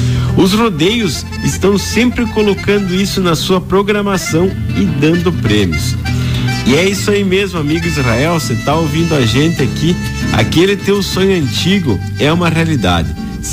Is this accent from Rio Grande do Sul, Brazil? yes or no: yes; Rio Grande do Sul, Brazil